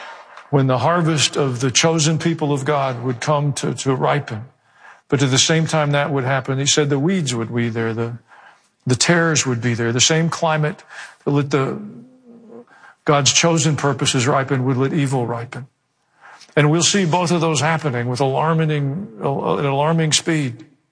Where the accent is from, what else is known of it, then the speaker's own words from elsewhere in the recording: the South, United States; accent: southern; People can sit anywhere on the planet, but they have access to a cell phone and hear me preach in my southern accent in their language.